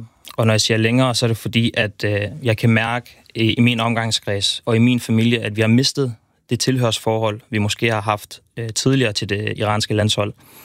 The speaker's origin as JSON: {"language": "Danish", "country": "Iran", "said": "og derfor er det også utrolig svært som en iraner, der forsøger at følge med på begge sider, og præcis sætte ord på, hvilken følelse der er, der går igennem ens krop."}